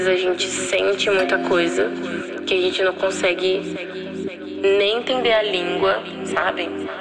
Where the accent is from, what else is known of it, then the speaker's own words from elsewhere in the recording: Brazil; sendo brasileira